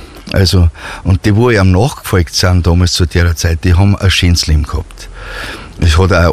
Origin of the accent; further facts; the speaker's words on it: Freilassing, Bavaria, Germany; Ich bin in Freilassing geboren, bin da, wo ich jetzt wohne. Das war damals eine Hausgeburt und habe meine Jugend eigentlich von der Geburt bis daher total alles verbracht.